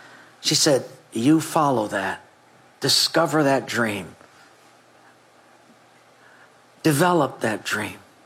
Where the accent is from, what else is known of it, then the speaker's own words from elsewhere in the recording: Hawaii, United States; my growing up in Hawaii, my mother was a Buddhist, my dad was a Catholic, and I was confused.